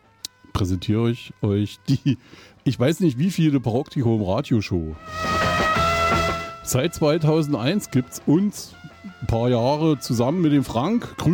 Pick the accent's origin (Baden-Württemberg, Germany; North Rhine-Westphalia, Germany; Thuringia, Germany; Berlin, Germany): Thuringia, Germany; Eisenach; ich komme aus Eisenach